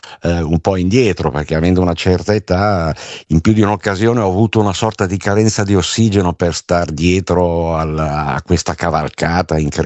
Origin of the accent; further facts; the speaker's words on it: Lombardy, Italy; born there; io sono nato in provincia di Como. E quindi sono a tutti gli effetti comasco.